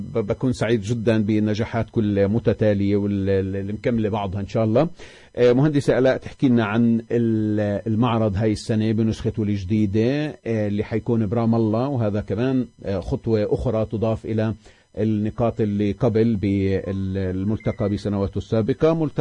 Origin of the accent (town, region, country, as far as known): Palestine